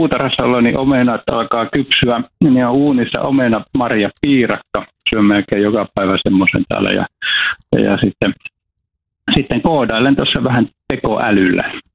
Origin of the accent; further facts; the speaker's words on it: Iisalmi, Northern Savonia, Finland; mä oon syntynyt siellä Iisamme Peltosalmella ja mä oon ihan vauvana asunut samassa talossa.